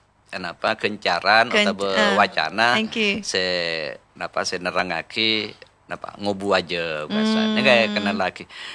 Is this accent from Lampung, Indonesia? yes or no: no; East Java, Indonesia; Jangan malu dengan menjadi orang Madura. Tunjukkan ini saya orang Madura.